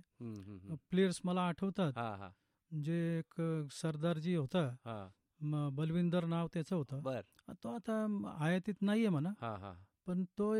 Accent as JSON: {"language": "Marathi", "town": "Bhingar", "region": "Maharashtra", "country": "India", "tie": "born or raised there", "said": "माझं बालपण, माझा जन्म भिंगार येथे झालं."}